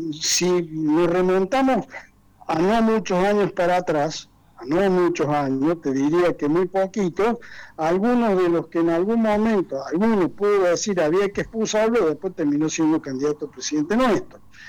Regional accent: Río Cuarto, Córdoba, Argentina; moved away as an adult; yo soy del interior, saben que soy cordobés, de Río Cuarto.

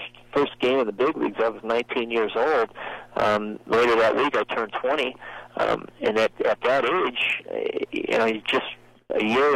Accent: Chicago Heights, Illinois, United States; born there; now in Los Angeles, United States; I was born in Chicago Heights, and in the late 60s, I loved all the Cubs.

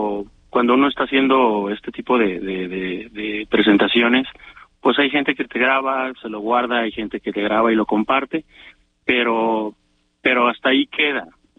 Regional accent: Mazatlán, Sinaloa, Mexico; Por ejemplo, yo que vengo de Mazatlán, pues la violencia está ahorita en estado

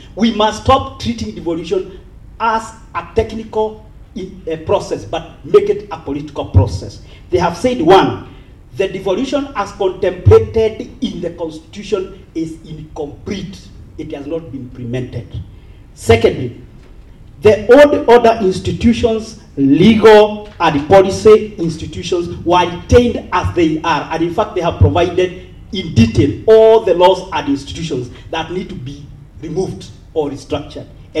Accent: Kenya; Good afternoon. … I'm a Kenyan.

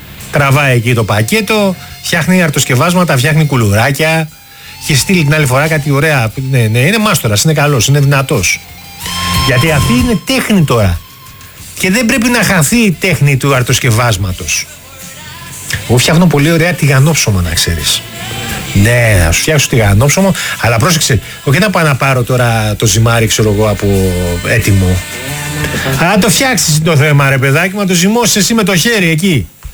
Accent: Greece; Εμείς είμαστε Έλληνες και θα φάμε πρόβιο, φέτα.

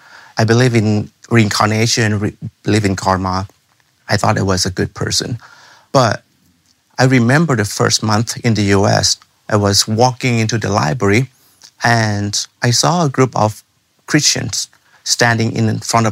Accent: Thailand; English is a second language; I was from Thailand. We kind of be nice with people, but the way we are nice with people are different

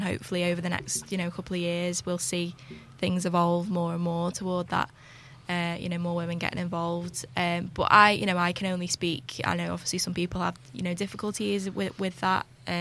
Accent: Widnes, North West England, United Kingdom; So I'm from Widnes.

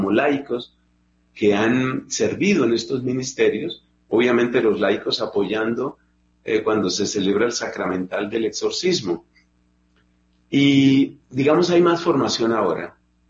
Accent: Colombia

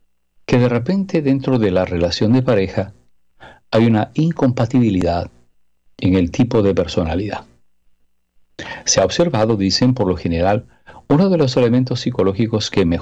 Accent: Mexico; Mi esposa es centroamericana y es guatemalteca. Yo soy mexicano.

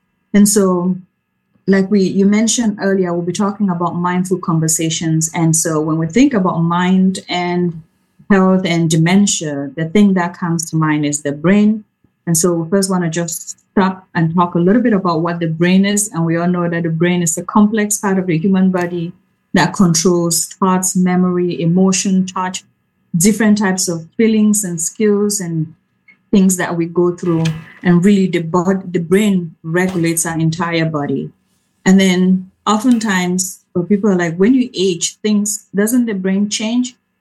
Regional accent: Cameroon; moved away as an adult; now in United States; I am born and raised in Cameroon, came to the U.S. for higher education and then stayed.

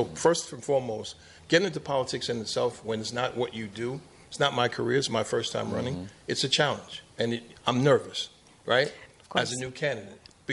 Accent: Queens, New York, United States; My boy Mike and I grew up in Queens.

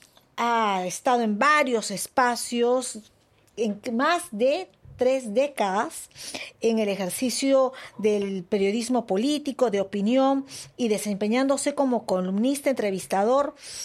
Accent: Peru; las mujeres peruanas hemos empezado en el ejercicio de nuestros derechos civiles y políticos mucho más tarde.

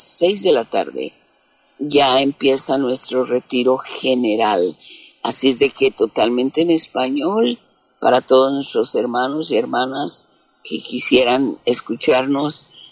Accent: Mexico; moved away as an adult; also born or lived in Guatemala / California; now in Arizona, United States; yo soy mexicana, mi esposo es centroamericano

